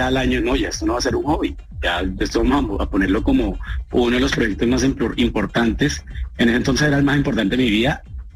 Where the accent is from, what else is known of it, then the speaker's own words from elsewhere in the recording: Agustín Codazzi, Cesar, Colombia; moved away; criadas en la costa norte de Colombia, puntualmente en Agustín Coacio de Sar, que es de donde soy yo.